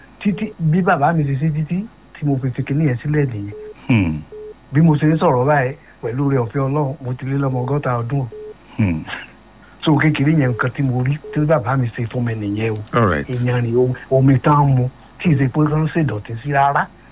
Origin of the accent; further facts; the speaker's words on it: Ibadan, Oyo, Nigeria; nǹkan tó ṣe mí náà nígbà tí mo wà kékeré ni ìbàdàn sọ yẹn mo rántí.